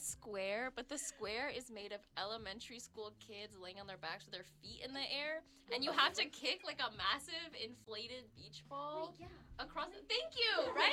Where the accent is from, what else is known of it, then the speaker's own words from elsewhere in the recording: Minneapolis, Minnesota, United States; I'm from Minneapolis, Minnesota.